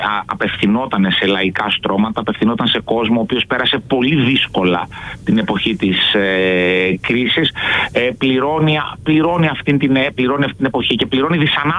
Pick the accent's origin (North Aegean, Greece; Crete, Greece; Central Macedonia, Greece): Central Macedonia, Greece; Thessaloniki; moved away; Εμένα η επιθυμία μου είναι να κατέλθω στην Αλφα Θεσσαλονίκη, στην περιφέρειά μου, στις επόμενες εκλογές, δηλαδή στην πατρίδα μου εννοώ.